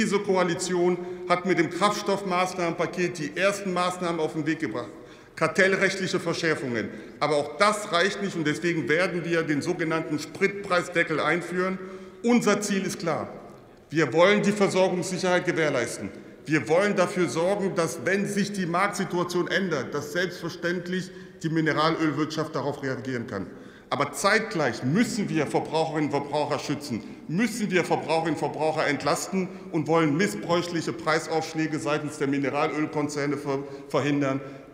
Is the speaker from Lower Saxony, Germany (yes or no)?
no; Saxony-Anhalt, Germany; und vielleicht darf ich ein Beispiel aus meiner Heimat, aus Sachsen-Anhalt, wo ich aufgewachsen bin, mal hier mit Ihnen besprechen